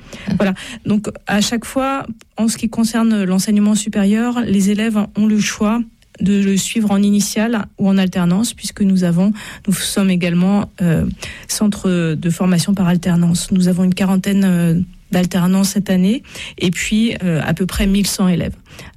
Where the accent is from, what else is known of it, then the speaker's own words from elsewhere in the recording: Brest, Brittany, France; now in Paris, France; Donc moi je suis originaire de Brest. Par hasard, mon mari a été muté à Nantes